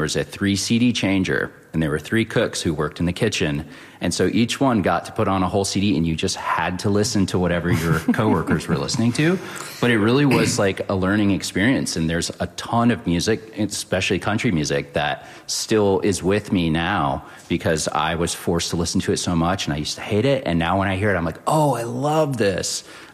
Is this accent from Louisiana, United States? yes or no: no; Augusta, Georgia, United States; also born or lived in Athens, Georgia; I'm from Georgia. I grew up in Augusta. In middle school and high school, I went to a fine arts school there